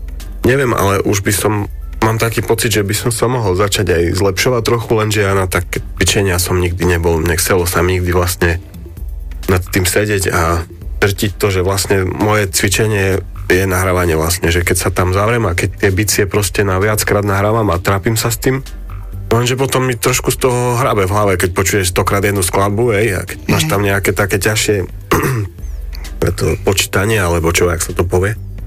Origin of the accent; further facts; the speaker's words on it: Jasenov, Prešov Region, Slovakia; ja nie som z Humenného, ja som z Jasenova